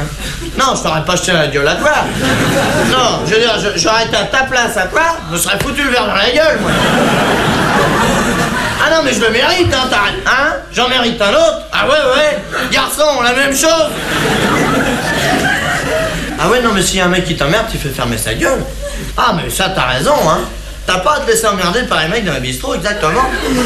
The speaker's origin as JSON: {"language": "French", "country": "France", "said": "Les français c'est des cons, ouais, bah, je suis bien blasé, hein, je suis français."}